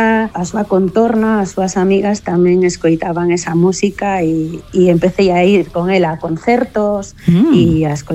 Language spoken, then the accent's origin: Galician; Santiago de Compostela, Galicia, Spain; now in Redondela, Spain; aquí donde vivo agora, en Redondela, porque eu son de Compostela, pero fai 19 anos que estou vivindo en Redondela.